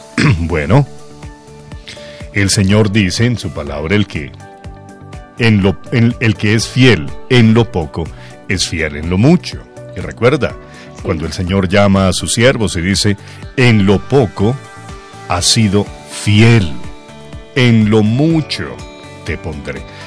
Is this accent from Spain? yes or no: no; Colombia; somos colombianos. Creo que tenemos en común los mismos colores de la bandera. Tenemos en común que tenemos ciudadanía colombiana.